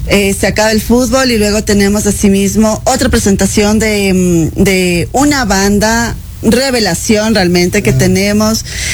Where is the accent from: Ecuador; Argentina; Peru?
Ecuador; nosotros como ecuatorianos